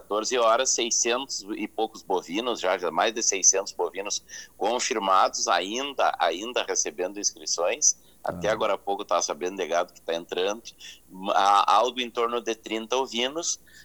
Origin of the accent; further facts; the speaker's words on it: Rio Grande do Sul, Brazil; nós como bons gaúchos temos que estar felizes com a chegada desse inverno